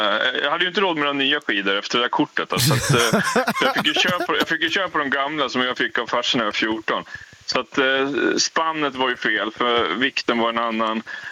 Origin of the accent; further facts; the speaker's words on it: Norrland, Sweden; Så att jag har åkt skidor och jag kommer upp från Norrland. Jag är född på skidor.